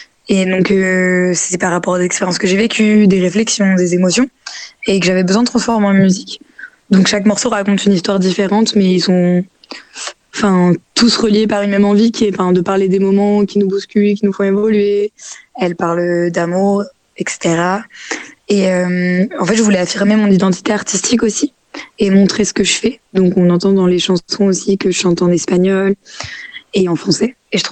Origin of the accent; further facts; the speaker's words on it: Flers, Normandy, France; now in Paris, France; je viens de Normandie, je viens plus exactement de Flers, donc dans l'Orne, et je suis partie à Paris pour me rapprocher de l'écosystème musical.